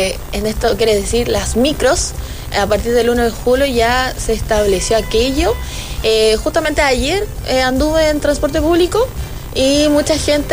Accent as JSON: {"language": "Spanish", "country": "Chile", "said": "Sí, a última hora, como buen chileno."}